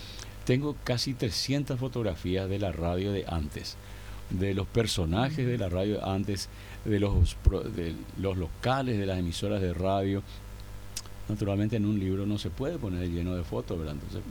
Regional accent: Asunción, Paraguay; yo nací en el barrio Silvio Petirossi, hoy antes era Vista Alegre, ¿verdad? Y viví toda mi vida y sigo viviendo hasta ahora en el barrio San Vicente

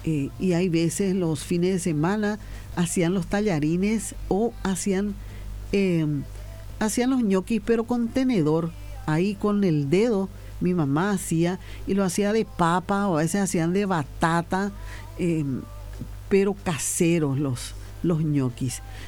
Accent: Asunción, Paraguay; Y yo tengo más de 60 años y me considero 100% paraguaya. No nací en París, sino nací en los suburbios de Asunción. Me crié en los suburbios de Asunción, ahí en el barrio Nazaret, donde nací, crecí en la casa de mi abuela paterna

